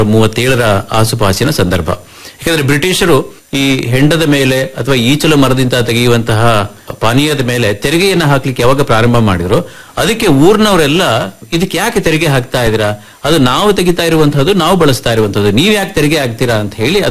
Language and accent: Kannada; Turuvanur, Karnataka, India; born there; ನಾನು ಹುಟ್ಟಿದ್ದು ಚಿತ್ರದುರ್ಗ ತಾಲೂಕು, ಚಿತ್ರದುರ್ಗ ಜಿಲ್ಲೆ, ತುರುವನೂರಿನಲ್ಲಿ.